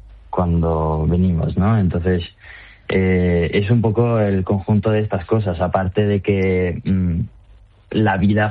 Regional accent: Italy; Spanish is a second language; now in Fuengirola, Spain; yo soy italiano

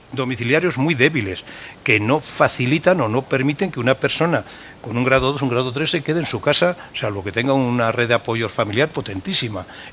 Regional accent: Castile and León, Spain; especialmente al de mi pueblo, el de Castilla y León

